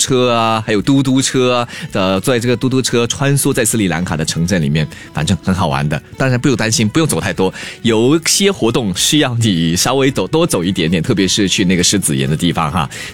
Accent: Singapore; 很适合我们新加坡人去品尝的。

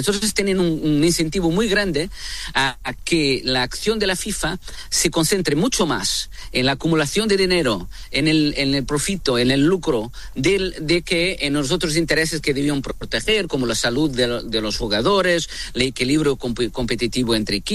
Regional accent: Portugal; yo soy europeo, soy portugués

